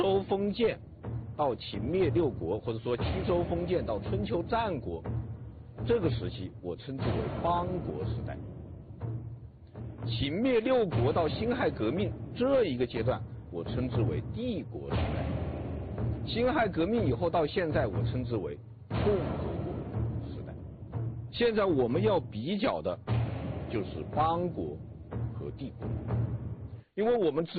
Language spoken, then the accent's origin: Chinese; China; 我们中国人